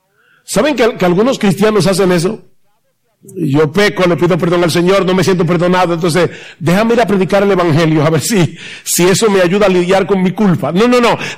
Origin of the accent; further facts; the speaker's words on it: Dominican Republic; nosotros que somos dominicanos